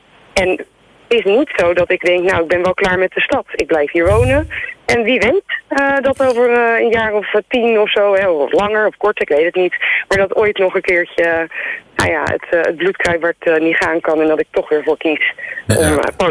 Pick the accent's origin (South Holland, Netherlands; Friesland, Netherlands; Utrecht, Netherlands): South Holland, Netherlands; Dordrecht; Ik ben een Dordtenaar, geboren en getogen.